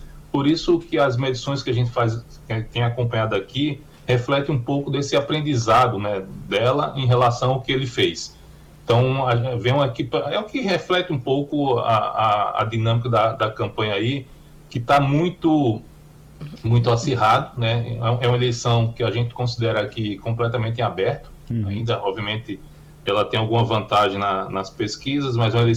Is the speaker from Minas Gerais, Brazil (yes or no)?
no; Arcoverde, Pernambuco, Brazil; now in São Paulo, Brazil; Sou pernambucano, pernambucano de Arco Verde.